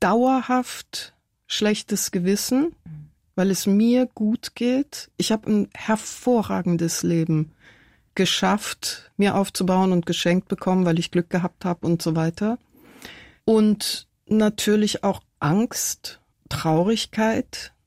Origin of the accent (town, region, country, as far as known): Tehran, Tehran Province, Iran; born or raised there; German is a second language; also born or lived in many countries